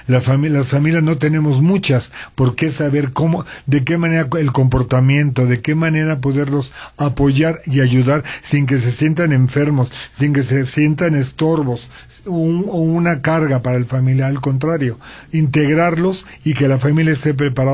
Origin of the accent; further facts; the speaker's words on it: Mexico; sobre todo de unirnos como mexicanos